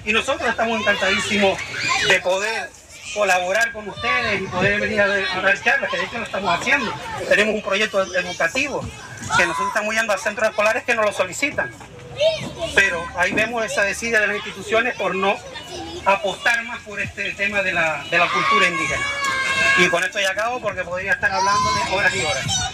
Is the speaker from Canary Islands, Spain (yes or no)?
yes; Santa Cruz de Tenerife, Canary Islands, Spain; Porque yo soy de Santa Cruz, vivo en Güímar, ¿y qué hago yo en Chimiche?